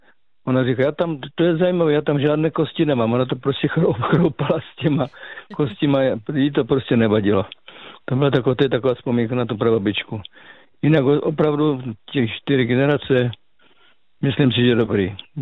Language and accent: Czech; Moravian Slovakia, Czechia; moved away; já pocházím z Moravského Slovácka a tam jsme vlastně byli tři generace, babičky, rodiče a my kluci jako, takže tam to bylo taky takové, no tak to bylo takové, jak se říká, dědina, tam znal každý každého